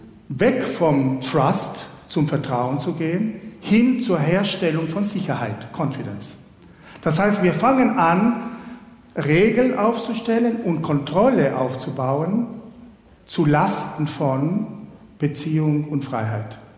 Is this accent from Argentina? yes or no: yes; Argentina; now in Switzerland